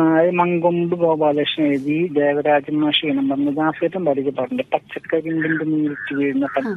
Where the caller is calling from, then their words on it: Chittanda, Kerala, India; ഞാൻ വിളിക്കുന്നത് തൃശ്ശൂരിൽ നിന്നാണ്. തൃശ്ശൂരിൽ നിന്ന് ചിറ്റണ്ട എന്ന് പറഞ്ഞു. പിന്നെ ഞാൻ ജോലി കൊണ്ട് ഗുരുവായൂരടുത്ത് കണ്ടാണ്.